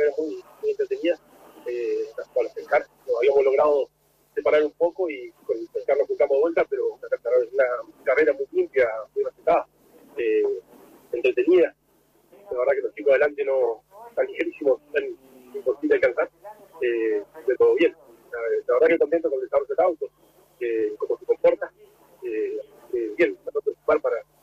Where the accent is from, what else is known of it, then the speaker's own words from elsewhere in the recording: Gobernador Costa, Chubut, Argentina; Dejame mandar un saludo a toda la gente de Gobernador Costa, que es de donde yo vengo